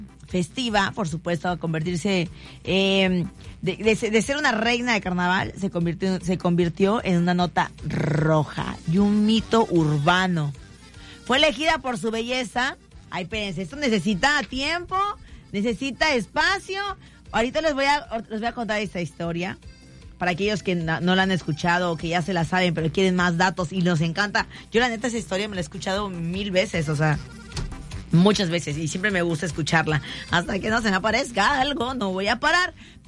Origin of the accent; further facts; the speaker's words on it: Veracruz, Mexico; born there; also born or lived in Mérida, Mexico; toda mi familia es de aquí, de Veracruz. Pero yo … nací allá en Mérida. Yo, aplauso por favor para Mérida, chulada. Yo nací en Mérida. Toda mi familia es de acá, de Veracruz. Lo fueron a dejarme allá y luego me retacharon.